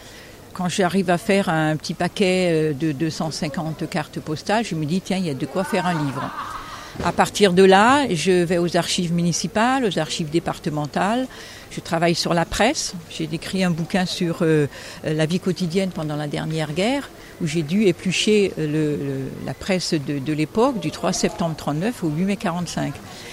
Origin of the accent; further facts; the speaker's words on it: Toulon, Provence-Alpes-Côte d'Azur, France; born there; Déjà parce que je suis née à Toulon, que l'histoire de Toulon est vraiment très riche.